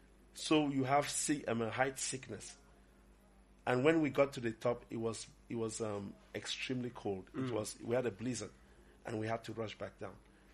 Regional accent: Cameroon; I'm from Cameroon, Abidjan

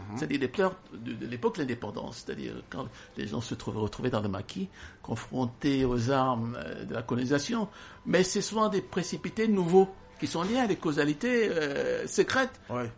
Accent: Douala, Littoral, Cameroon; Douala, c'est ma ville. Je suis né à Douala.

